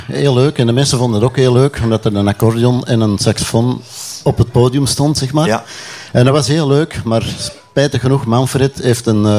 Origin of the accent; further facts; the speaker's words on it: Wommelgem, Flanders, Belgium; Van Wommelgem.